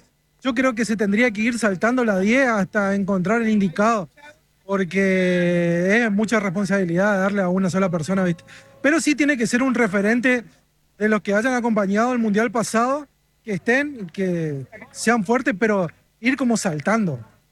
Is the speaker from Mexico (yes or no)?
no; Chaco, Argentina; Sí, somos de Chaco, estamos a 1000 kilómetros de acá